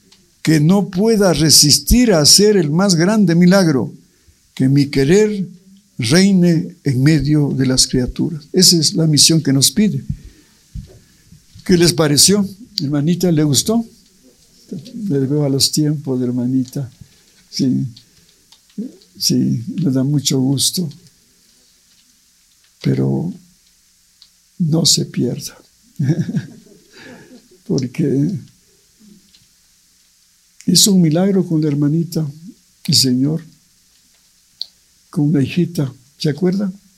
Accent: Ibarra, Imbabura, Ecuador; born there; now in Quito, Ecuador; fue en Quito, nací en Ibarra

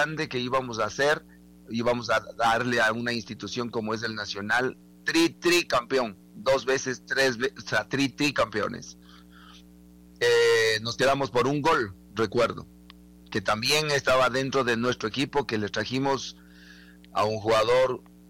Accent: Ecuador; yo soy ecuatoriano

